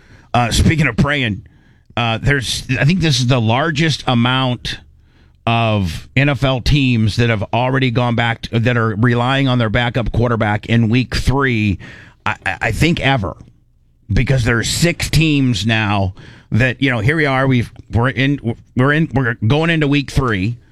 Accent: Warsaw, Indiana, United States; but we're from, you know, I'm from Warsaw.

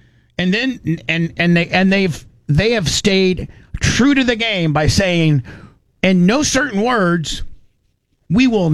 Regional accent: United States; as an American who wants what's best for our country

